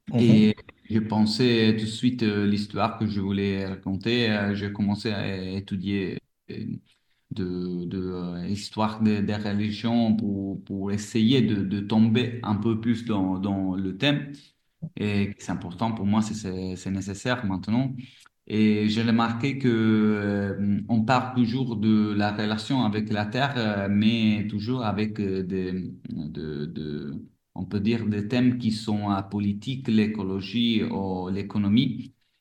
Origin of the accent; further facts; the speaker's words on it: Calabria, Italy; moved away; moi, je suis calabrais, je viens de l'Aspromonte, c'est vraiment Catafodio, c'est un petit village dans le sud d'Italie, dans la pointe de la Botte.